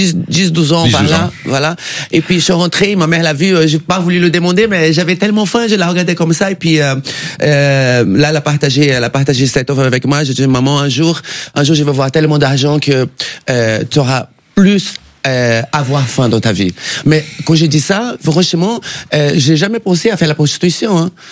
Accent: Belém, Pará, Brazil; moved away; Je suis née au Brésil, à Belém, c'est l'état du Pará.

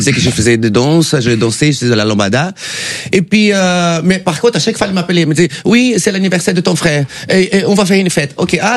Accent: Belém, Pará, Brazil; moved away; Je suis née au Brésil, à Belém, c'est l'état du Pará.

